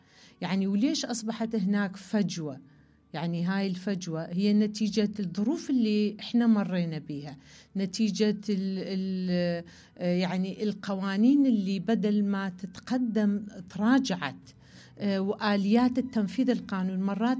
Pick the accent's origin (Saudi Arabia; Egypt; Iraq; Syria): Iraq; لأن أنا عراقية